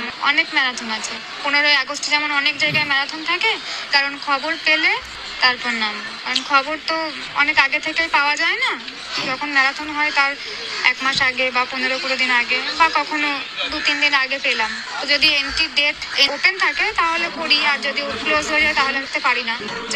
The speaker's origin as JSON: {"language": "Bangla", "town": "Machhlandapur", "region": "West Bengal", "country": "India", "said": "আমার বাড়ি মাছলন্দপুর, আমার ডিস্ট্রিক্ট নর্থ চব্বিশ পরগনা।"}